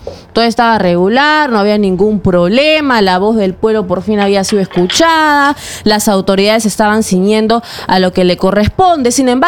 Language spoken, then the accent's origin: Spanish; Peru